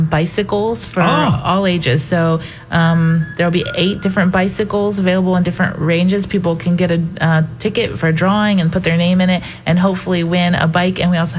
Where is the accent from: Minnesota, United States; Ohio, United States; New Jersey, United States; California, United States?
Ohio, United States; Massillon; also born or lived in Maine; now in Dayton, United States; I originally grew up in Massillon, Ohio.